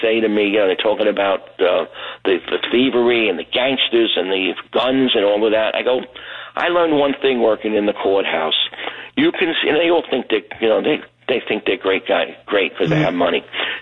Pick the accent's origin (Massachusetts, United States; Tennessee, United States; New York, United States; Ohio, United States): New York, United States; Brooklyn; I'm a Greek from Brooklyn.